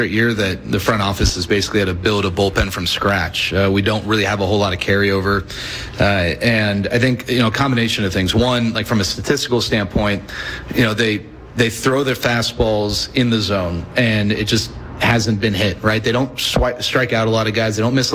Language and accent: English; Dallas, Texas, United States; Now, I grew up in Dallas. I grew up a huge Rangers fan.